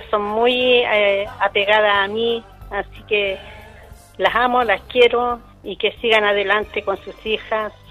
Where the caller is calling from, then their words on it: Los Andes, Valparaíso, Chile; De acá, de Centenario.